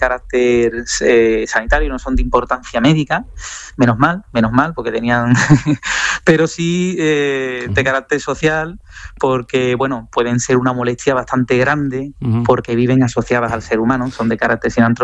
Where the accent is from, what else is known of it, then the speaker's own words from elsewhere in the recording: Sanlúcar de Barrameda, Andalusia, Spain; nos vamos a Jerez de la Frontera o a Sanlúcar, de donde soy yo